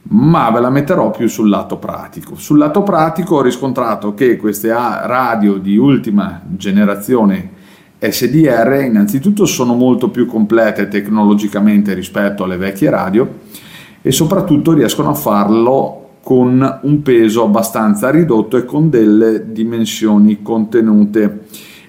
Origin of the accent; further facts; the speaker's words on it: Trentino-Alto Adige/South Tyrol, Italy; è un po' la mia esperienza maturata negli ultimi anni, in quanto io sono dell'Alto Adige.